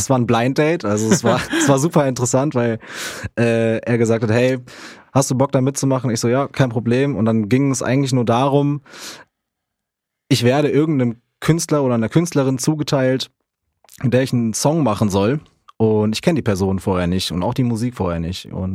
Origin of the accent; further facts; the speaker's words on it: Essen, North Rhine-Westphalia, Germany; Ich komme aus Essen eigentlich.